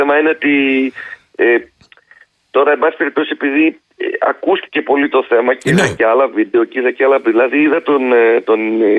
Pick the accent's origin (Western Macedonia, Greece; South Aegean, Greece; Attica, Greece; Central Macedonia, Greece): Central Macedonia, Greece; Thessaloniki; γιατί εγώ είμαι δικηγόρος από τη Θεσσαλονίκη.